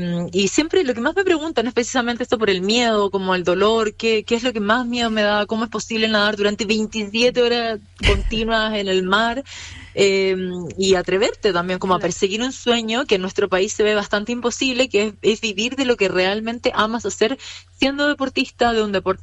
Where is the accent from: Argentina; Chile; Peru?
Chile